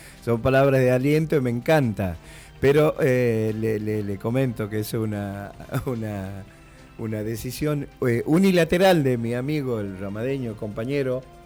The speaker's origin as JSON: {"language": "Spanish", "town": "Monteagudo", "region": "Tucumán", "country": "Argentina", "tie": "born or raised there", "moved": "yes", "said": "Hace 50 años que me fui de Monteagudo, mi pueblo querido, vuelvo porque tengo familia, vuelvo de vez en cuando"}